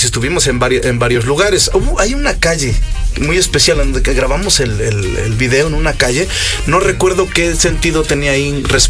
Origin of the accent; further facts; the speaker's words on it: San Sebastián Villanueva, Mexico; Entonces un día llegan … a tocar de donde yo soy, San Sebastián Villanueva, la tierra de la tuna y el nopal.